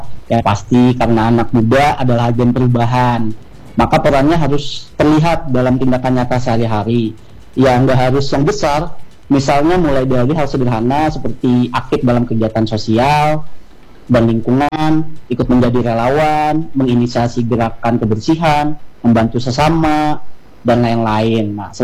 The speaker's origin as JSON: {"language": "Indonesian", "region": "Central Kalimantan", "country": "Indonesia", "said": "Kalau aku, karena aku dari Kalteng, jadi aku masuknya ke PCMI Kalteng Kak."}